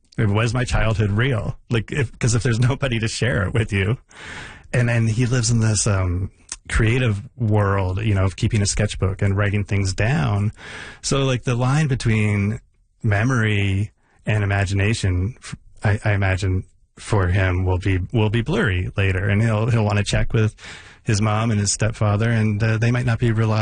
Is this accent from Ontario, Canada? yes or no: no; Moncton, New Brunswick, Canada; born or raised there; also born or lived in San Francisco, United States